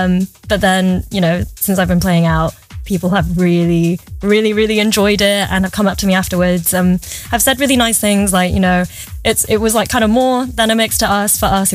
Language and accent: English; Manchester, North West England, United Kingdom; now in London, United Kingdom; Like I was born and raised in Manchester. Like I was raised on like … indie pop, and you know, like Western music is a really big part of my life. Moved to London